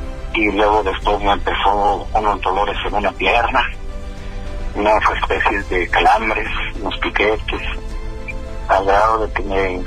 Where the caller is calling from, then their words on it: Los Angeles, California, United States; Aquí en Los Ángeles.